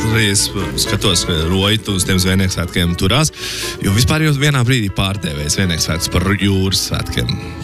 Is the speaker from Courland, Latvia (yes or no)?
yes; Talsi, Courland, Latvia; Es esmu no Talsiem